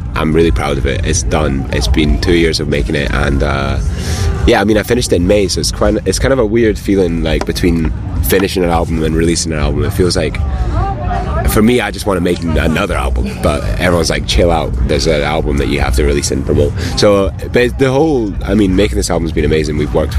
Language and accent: English; Scotland, United Kingdom; because obviously we're both Scottish and there's like